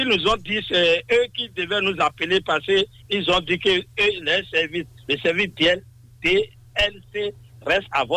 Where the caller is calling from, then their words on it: Cotonou, Littoral, Benin; De Cotonou, Misebo, 5e arrondissement.